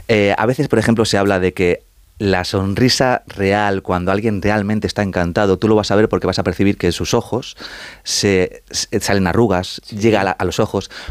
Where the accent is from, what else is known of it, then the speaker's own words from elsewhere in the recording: Community of Madrid, Spain; O sea, estoy muy dividido porque aparte te he dicho ya que soy madrileño